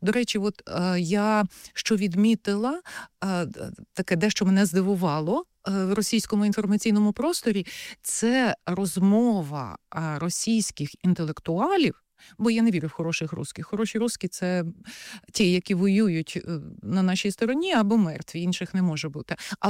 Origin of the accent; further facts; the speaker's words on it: Kyiv, Ukraine; ми кияни, я порахувала, позавчора було 11 тривог і обстрілів.